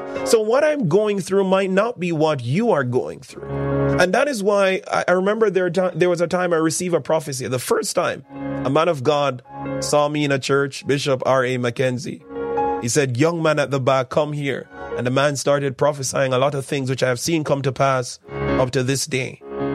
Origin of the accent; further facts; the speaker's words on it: Jamaica; A lot of us as Jamaican men, I'm speaking for myself, we don't like to use recipe books.